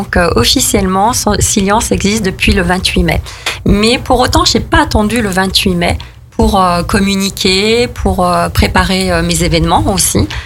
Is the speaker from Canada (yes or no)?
no; Saint-Étienne, Auvergne-Rhône-Alpes, France; moved away as an adult; also born or lived in Savoie / Haute-Savoie; je suis originaire de Saint-Étienne